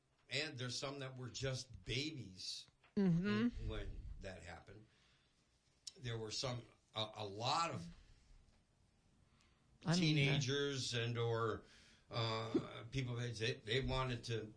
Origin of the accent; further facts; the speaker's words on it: United States; it's a little bit discouraging for me because I'm part Canadian, okay, descendant. I'm all American, first of all.